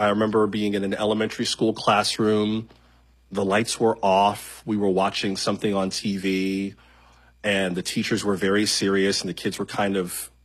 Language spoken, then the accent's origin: English; Florida, United States; Yeah, and I grew up in South Florida. I'm from Palm Beach County